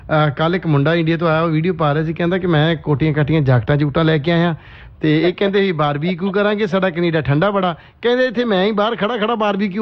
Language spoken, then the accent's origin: Punjabi; Jaito, Punjab, India; ਬਸ ਸਮਝ ਲੋ ਕਿ ਗੋਲੇ ਵਾਲਾ ਨਾਨਕੇ ਆ ਤੇ ਰਹੇ ਮੋਸਟਲੀ ਗੋਲੇ ਵਾਲ ਵੀ ਰਹੇ ਆ ਤੇ ਬਾਕੀ ਜੈਤੋ ਵੀ ਸਾਡਾ ਪਿੰਡ ਹੈ ਜੀ।